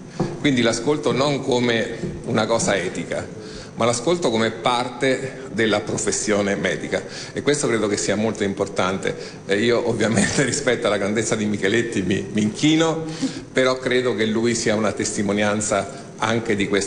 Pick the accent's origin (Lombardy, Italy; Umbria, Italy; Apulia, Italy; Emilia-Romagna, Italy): Umbria, Italy; Io vengo dall'Umbria